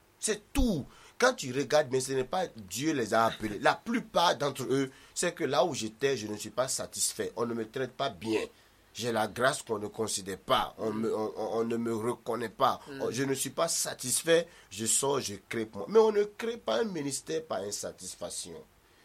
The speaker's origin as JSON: {"language": "French", "country": "Guinea", "said": "Surtout chez nous en Guinée."}